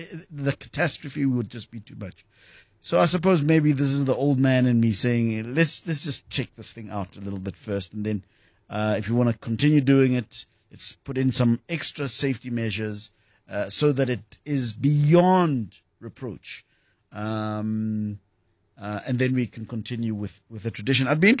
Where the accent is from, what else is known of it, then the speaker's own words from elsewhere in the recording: South Africa; And I suppose as a South African, I feel a little bit of embarrassment.